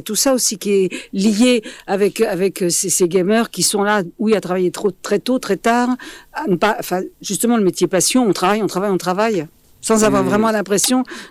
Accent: Paris, Île-de-France, France; Moi, je suis parisienne à la base.

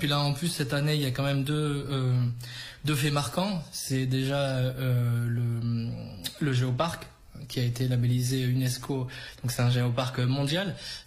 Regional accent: Avignon, Provence-Alpes-Côte d'Azur, France; born there; now in Bédarieux, France

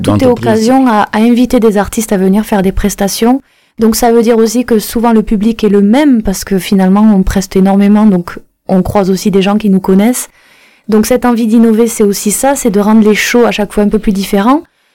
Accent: Comminges valley, Occitanie, France; moved away as an adult; now in Cameroon; je suis de la région. Je suis de la vallée de Comminges, juste à côté de Rieux-Volvestre.

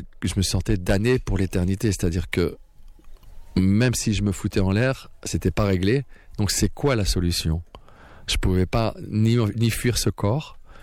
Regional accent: Hauts-de-France, France

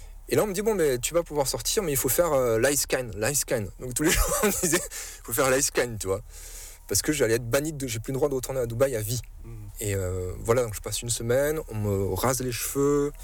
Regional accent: France; Pour rentrer chez moi en France.

